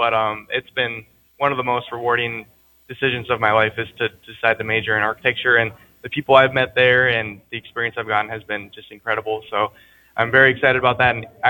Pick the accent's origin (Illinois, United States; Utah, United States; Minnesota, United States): Minnesota, United States; moved away as an adult; now in Kildare, United States; I'm originally from Minnesota.